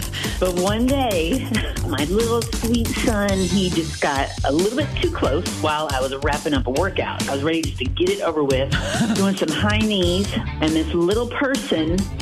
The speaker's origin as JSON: {"language": "English", "region": "Oregon", "country": "United States", "said": "I'm from Oregon."}